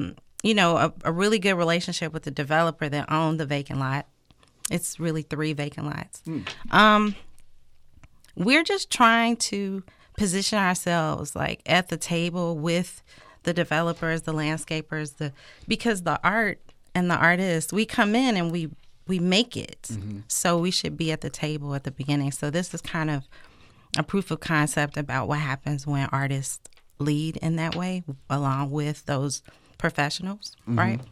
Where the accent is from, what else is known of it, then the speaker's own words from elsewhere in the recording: Inglewood, California, United States; We're all from Inglewood, deeply rooted in Inglewood